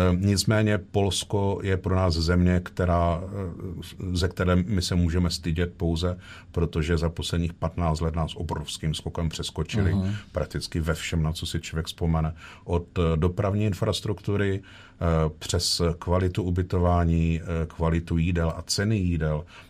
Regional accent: Ostrava, Moravian-Silesian Region, Czechia; Já jsem se narodil na Moravě ve Vítkovicích. Brzy poté jsme začali bydlet za řekou ve Slezsku. Do školy střední jsem chodil do Vítkovic na Moravu, na vysokou školu na Báňskou ve Slezsku.

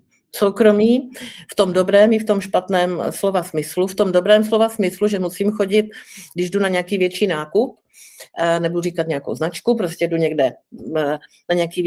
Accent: Moravia, Czechia; Ale já jsem skutečně hodná holka z Moravy

